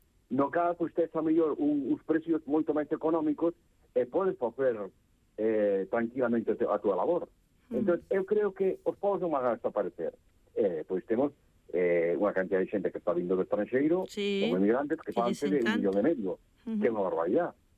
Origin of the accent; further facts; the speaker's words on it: Galicia, Spain; Fíjate, eu son galego